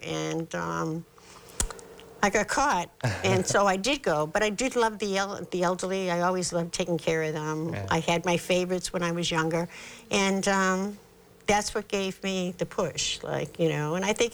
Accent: Boston, Massachusetts, United States; I was born and raised in South Boston. Okay. I was from the D Street Project, which I'm very proud of. Mm. And my mother was an immigrant from Galway, Ireland, on the Aran Islands.

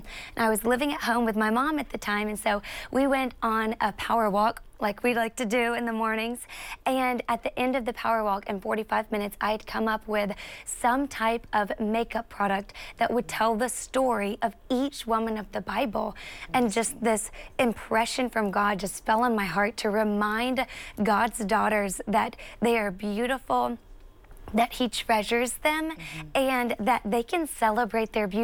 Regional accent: South Carolina, United States; I'm 24 years old and I'm a South Carolina girl. If you can't tell from my accent, I love the South. I'm one of four kids and I was raised in the church.

